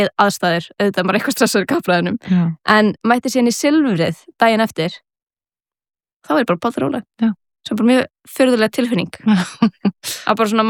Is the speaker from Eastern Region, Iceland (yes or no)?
no; Reykjavík, Capital Region, Iceland; ég ólst upp eða fættist í Reykjavík og haf alltaf búið hér.